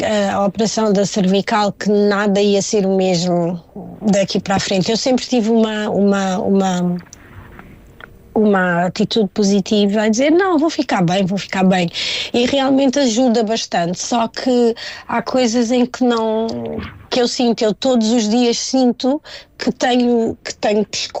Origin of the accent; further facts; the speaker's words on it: Portugal; moved away; mas mesmo porque eu às vezes penso em inglês, mas ainda sou portuguesa, não é?